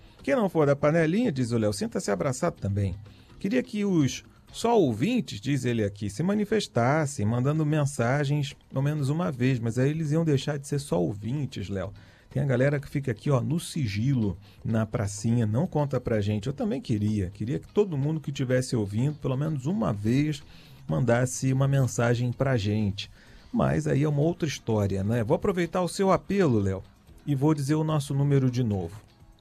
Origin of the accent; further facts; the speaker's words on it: Niterói, Rio de Janeiro, Brazil; lá da minha terra, Niterói.